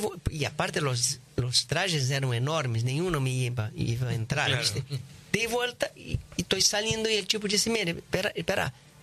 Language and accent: Spanish; Brazil; Spanish is a second language; Soy un jockey brasileño que vino a correr el Gorila de Brasil, bueno.